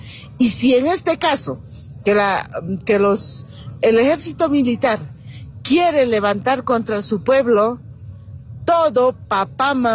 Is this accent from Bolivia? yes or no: yes; Bolivia